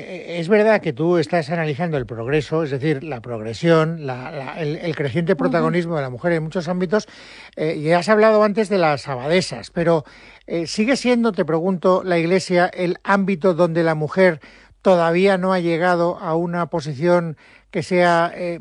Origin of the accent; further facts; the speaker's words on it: Valencian Community, Spain; me sorprende mucho, como soy valenciano